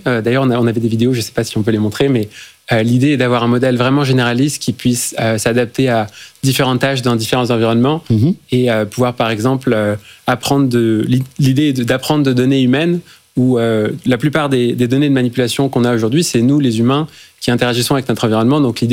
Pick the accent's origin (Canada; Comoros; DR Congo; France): France; Je suis français. J'ai rencontré mon cofondateur en thèse sur la côte Est.